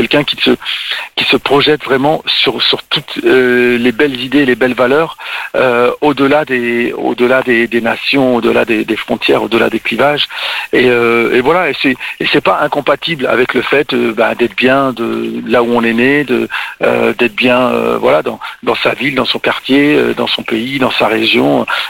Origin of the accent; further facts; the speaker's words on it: France; si on prend la France, je suis né, j'ai grandi en France, c'est un pays magnifique